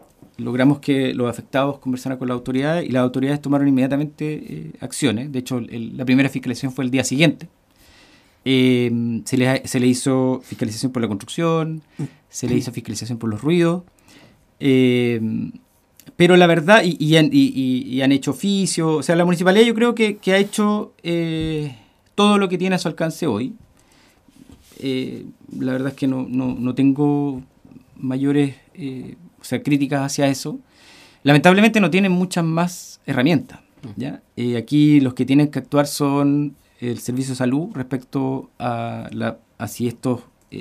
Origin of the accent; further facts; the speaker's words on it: Santiago, Santiago Metropolitan Region, Chile; born there; now in Chiloé, Chile; yo nací en Santiago, pero siempre he sido, mi corazón está acá. De hecho, mi vida la he desarrollado acá